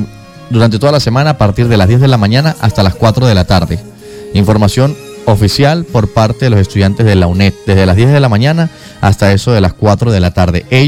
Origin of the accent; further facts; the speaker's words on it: Táchira, Venezuela; Yo creo que también como venezolanos, como tachirenses, deberíamos unirnos